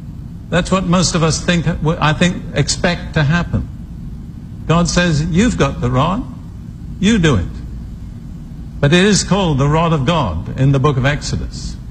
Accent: United Kingdom

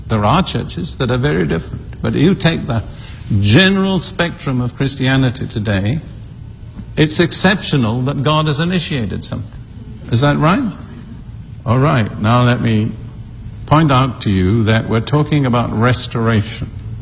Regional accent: United Kingdom; I'm British, and British prone to be critical.

